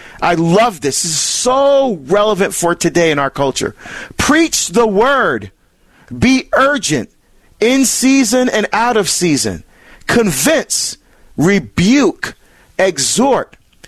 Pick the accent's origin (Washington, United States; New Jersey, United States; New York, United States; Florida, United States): New Jersey, United States; my home state of New Jersey